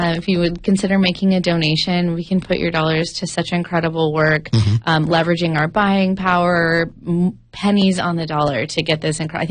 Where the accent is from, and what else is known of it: California, United States; born or raised there